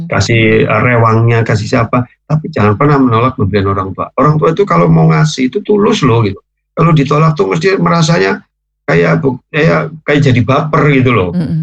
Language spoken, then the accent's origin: Indonesian; Indonesia